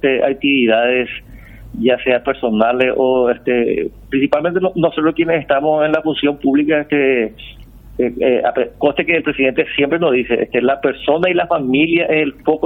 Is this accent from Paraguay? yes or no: yes; Paraguay; Somos los paraguayos solidarios, Mabel.